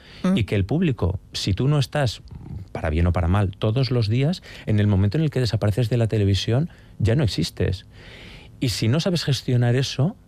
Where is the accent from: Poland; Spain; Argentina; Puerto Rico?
Spain; now in Madrid, Spain; soy madrileño de adopción, pero de Trucillos de corazón. Pero de Trucillos.